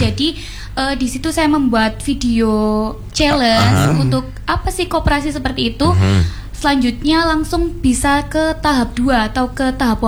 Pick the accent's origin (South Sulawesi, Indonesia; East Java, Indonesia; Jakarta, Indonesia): East Java, Indonesia; Mojokerto; Jadi kalau misalnya saya dari Kota Mojokerto, nah ini bisa menjadi delegasi untuk menjelaskan dan mempromosikan UMKM-UMKM yang ada.